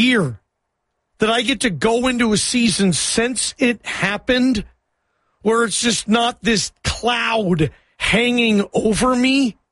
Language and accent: English; Seattle, Washington, United States; also born or lived in Idaho; And grew up a huge Seattle Seahawk fan. I'm from Seattle.